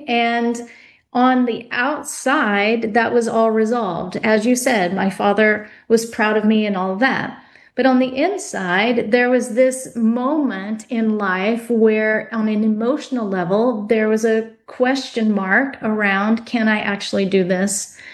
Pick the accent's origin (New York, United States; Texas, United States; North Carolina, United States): Texas, United States; I grew up in Texas and found it.